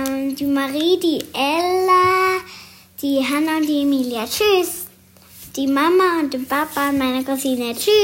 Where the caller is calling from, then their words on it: Styria, Austria; bin 6 Jahre alt. Ich wohne in der Steiermark